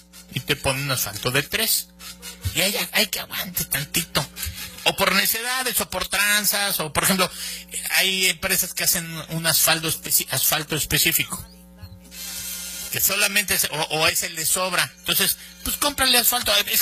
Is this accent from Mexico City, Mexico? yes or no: no; Morelos, Mexico; Yo soy de aquí, güey. Yo puedo ser gobernador de Morelos.